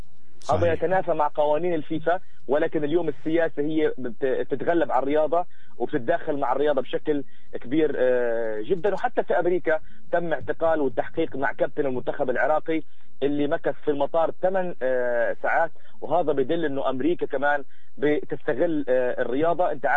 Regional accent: Palestine; كفلسطينيين

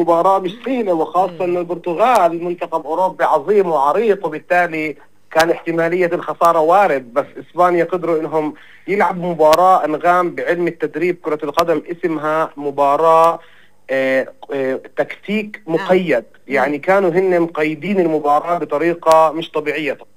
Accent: Palestine; اعترفت فينا كدولة فلسطينية

